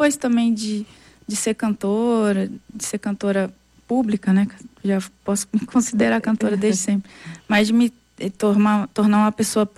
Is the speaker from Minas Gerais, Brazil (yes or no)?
yes; Minas Gerais, Brazil; E sou mineira, cabreira, né?